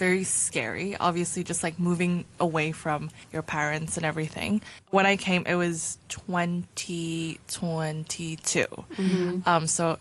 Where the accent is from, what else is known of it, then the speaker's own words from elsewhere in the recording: Beijing, China; And then I grew up in Beijing.